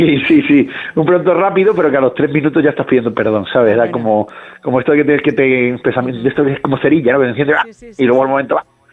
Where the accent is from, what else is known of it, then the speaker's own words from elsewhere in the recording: Cádiz, Andalusia, Spain; No, yo además me crié en Cádiz